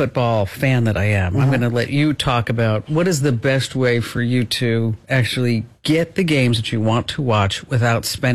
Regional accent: New Jersey, United States; I'm from New Jersey.

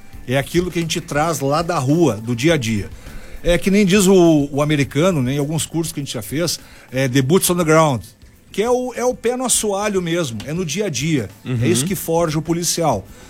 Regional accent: Santa Cruz do Sul, Rio Grande do Sul, Brazil; Eu sou de Santa Cruz do Sul.

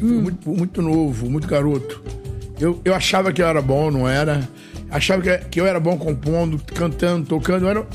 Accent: Belo Horizonte, Minas Gerais, Brazil; Eu sou mineiro de Belo Horizonte.

